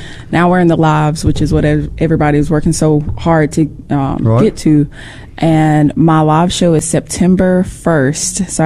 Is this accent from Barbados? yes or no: no; Columbia, Mississippi, United States; we're actually from the same hometown. Everybody thinks Anthony's from Peddle, but he's from Columbia, and we're both from Columbia College, high school